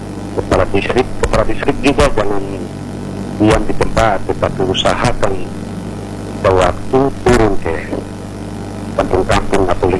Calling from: North Biak district, Biak, Papua, Indonesia; Gopi Utara, distrik Gopi Utara, kampung Gopi.

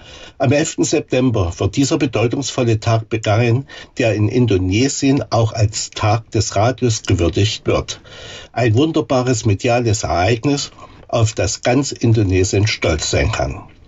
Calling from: Gera, Thuringia, Germany; Hier meldet sich mit einer kurzen Sprachnachricht euer treuer Hörerfreund … aus Gera in Thüringen.

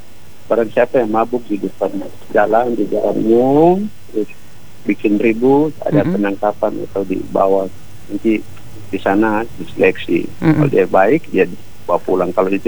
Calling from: Indonesia; di daerah saya, tempat tinggal saya, Kelurahan Murabeji.

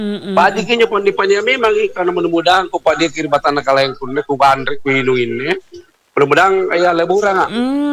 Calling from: Makassar, South Sulawesi, Indonesia; kita Makassar ini

